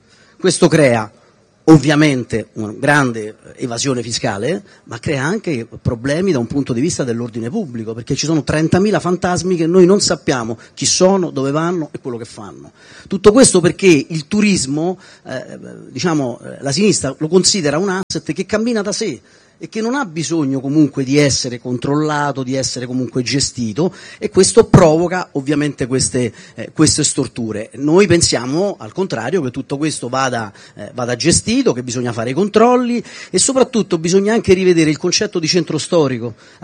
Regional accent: Rome, Lazio, Italy; Io sono nato a Campo dei Fiori, sono cresciuto con i trasteverini, che erano quelli che stavano dall'altra parte, eccetera, rispetto a chi abitava invece a Parione, a Ponte.

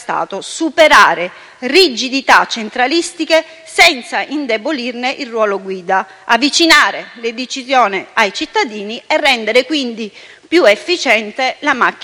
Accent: Sicily, Italy; e per quanto riguarda la mia terra, Catania, Messina e Palermo.

